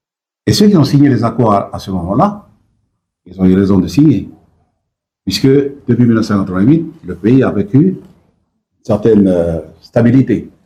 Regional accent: New Caledonia; ainsi que donc à leur relais politique ici, chez nous, en Nouvelle-Calédonie

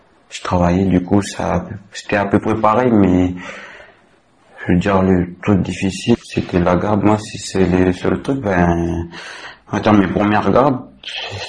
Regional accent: Lifou, Loyalty Islands Province, New Caledonia; j'ai 20 ans, je suis originaire de Lifou.

